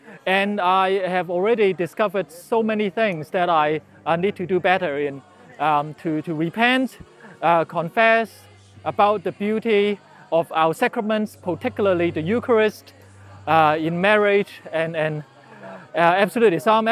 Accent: New Zealand; English is a second language; also born or lived in Hong Kong; I am from New Zealand, but I was born as a Chinese from Hong Kong.

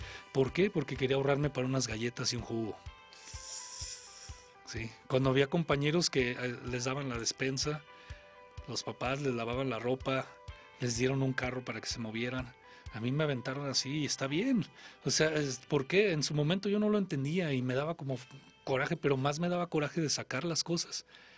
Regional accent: Zamora, Michoacán, Mexico; moved away as an adult; now in Guadalajara, Mexico; Yo soy de Zamora, de Michoacán.

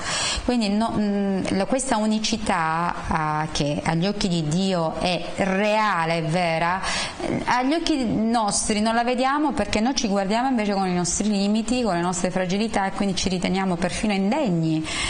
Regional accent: Ukraine; Italian is a second language; Vengo dall'Ucraina. Io sono qui per la seconda volta.

